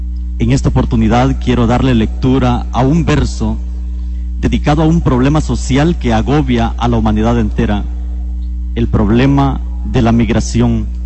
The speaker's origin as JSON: {"language": "Spanish", "country": "El Salvador", "said": "reciban un abrazo de mi querido pueblo, El Salvador."}